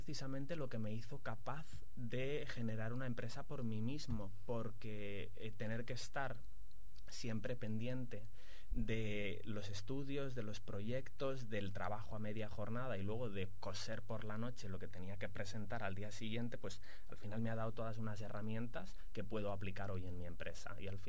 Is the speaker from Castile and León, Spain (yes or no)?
no; El Prat de Llobregat, Catalonia, Spain; also born or lived in London; volver al Prat o volver a Barcelona tiene mucho que ver con volver a estar con la familia